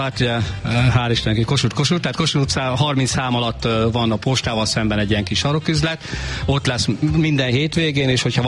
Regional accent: Hungary; én faluról származom, Arásznevelről, az néphagyomány volt

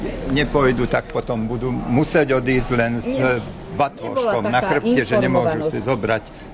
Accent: Šaľa, Nitra Region, Slovakia; Ja som jej manžel, zo Šale.

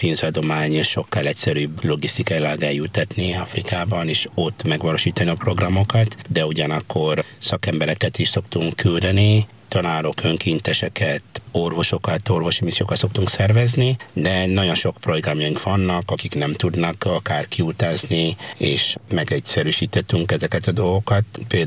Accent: DR Congo; now in Hungary; a Kongóban, ahonnan származom

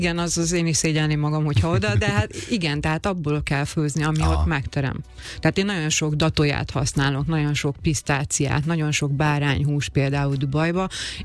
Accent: Hungary; moved away as an adult; also born or lived in Ireland / England / Paris / Austria; now in Dubai, United Arab Emirates; Viszont magyar vagyok egy arab országba

